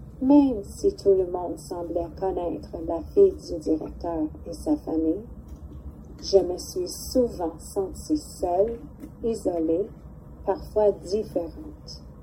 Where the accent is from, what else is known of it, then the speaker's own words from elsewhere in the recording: Geraldton, Ontario, Canada; Je suis une fille du Nord. Je suis née à Geraldton et j'y ai grandi.